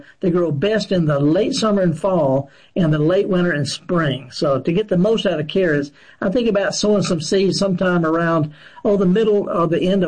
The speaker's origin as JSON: {"language": "English", "town": "Baton Rouge", "region": "Louisiana", "country": "United States", "tie": "born or raised there", "said": "He's from my hometown in Baton Rouge."}